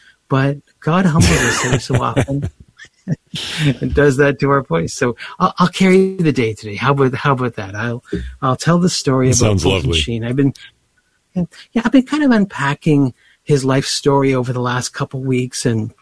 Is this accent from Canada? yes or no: yes; Canada; I'm a hockey guy. I'm from Canada